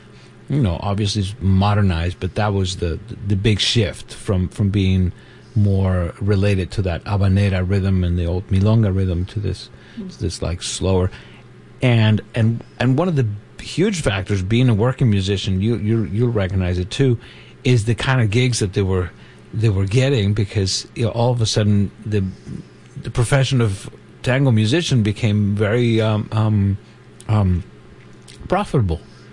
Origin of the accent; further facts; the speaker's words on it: California, United States; as a Californian